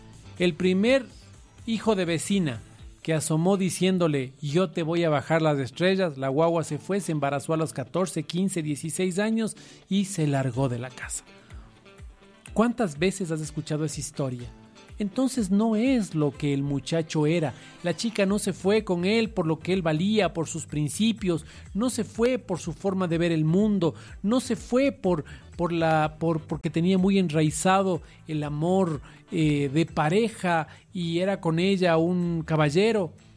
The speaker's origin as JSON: {"language": "Spanish", "town": "Quito", "region": "Pichincha", "country": "Ecuador", "tie": "born or raised there", "said": "yo nací aquí, pero que nacer aquí no me da privilegio de nada, que soy tan ecuatoriano como el resto, que debo velar por las necesidades de los demás, que debo preocuparme porque quiteño como soy"}